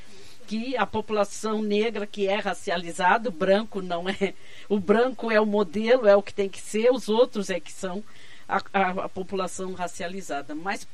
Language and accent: Portuguese; Brazil; para nós, enquanto brasileiros